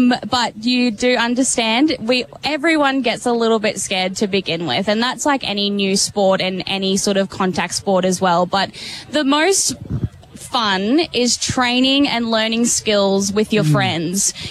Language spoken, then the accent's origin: English; Queensland, Australia; now in Tasmania, Australia; So I grew up in Queensland